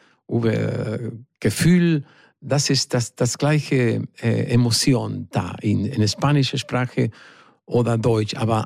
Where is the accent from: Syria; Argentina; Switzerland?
Argentina; German is a second language; Ja, ich komme aus Argentinien